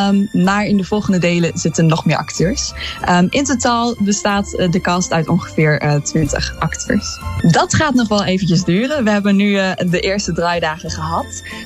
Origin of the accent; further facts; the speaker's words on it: Almelo, Overijssel, Netherlands; Ik kom uit Almelo en Julia die naast mij zit, zij speelt Medusa in de film.